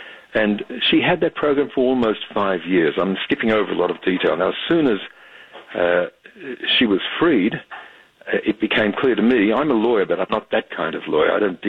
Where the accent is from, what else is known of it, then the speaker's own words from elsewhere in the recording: Australia; That's because I'm an Australian, born in Australia.